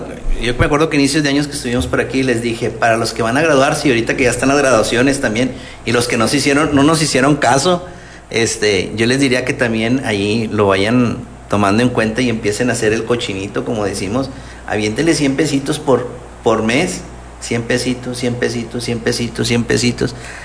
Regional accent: Mexico; si no somos un mexicano

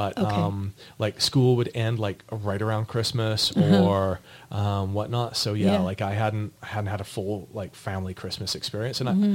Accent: Kamloops, British Columbia, Canada; moved away as an adult; my hometown

